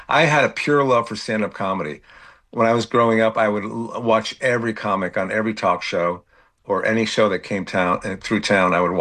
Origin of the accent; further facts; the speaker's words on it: Bridgeport, Connecticut, United States; but I grew up in Connecticut, Bridgeport, Connecticut, so I'm an East Coast guy.